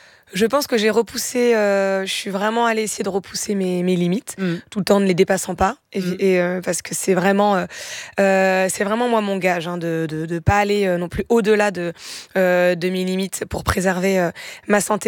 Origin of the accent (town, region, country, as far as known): Normandy, France